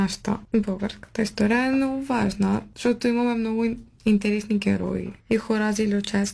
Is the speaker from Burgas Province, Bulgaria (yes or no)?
yes; Burgas, Burgas Province, Bulgaria; аз съм от Бургас